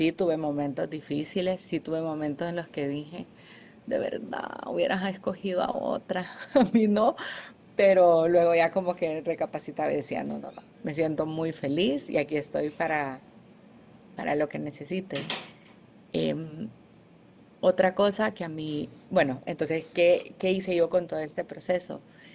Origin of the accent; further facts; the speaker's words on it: El Salvador; yo soy de El Salvador